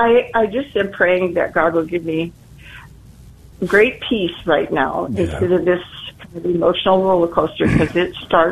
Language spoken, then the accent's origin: English; Ireland; I'm Irish, too, and so, my gosh